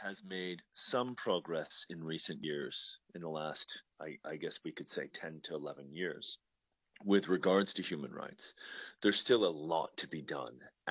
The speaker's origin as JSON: {"language": "English", "country": "Burundi", "lives_now": "New York, United States", "said": "because I can't lie and say things are going great in my home country. From here in New York, things look very difficult."}